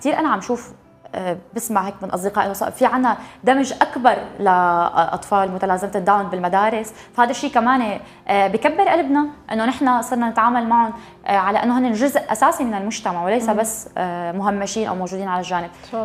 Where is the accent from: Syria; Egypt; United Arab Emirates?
Syria